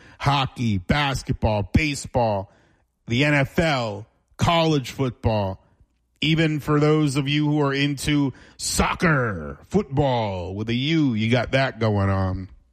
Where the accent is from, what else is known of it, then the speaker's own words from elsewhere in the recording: Florida, United States; I grew up in South Florida. I have lived in South Florida my entire life.